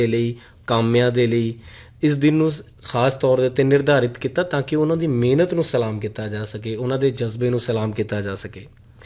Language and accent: Punjabi; Punjab, India; ਅਸੀਂ ਪੰਜਾਬ ਤੋਂ ਬਿਲੋਂਗ ਕਰਦੇ ਹਾਂ